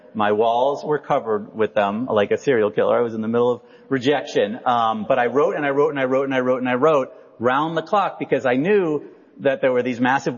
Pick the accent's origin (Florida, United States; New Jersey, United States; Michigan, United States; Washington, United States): New Jersey, United States; Princeton; born there; I was born in Princeton, New Jersey.